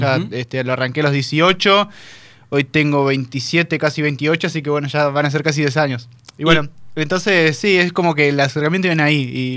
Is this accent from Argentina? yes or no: yes; Paraná, Entre Ríos, Argentina; Sí, soy de Paraná.